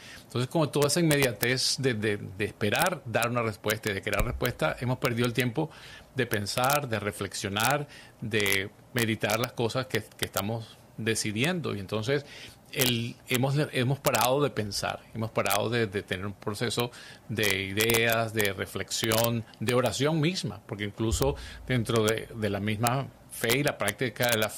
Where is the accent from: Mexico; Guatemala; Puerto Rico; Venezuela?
Venezuela; Caracas, Capital District; Yo recuerdo siendo pues ya adulto joven en Caracas, en Venezuela, de donde soy natural, pues no teníamos teléfonos celulares.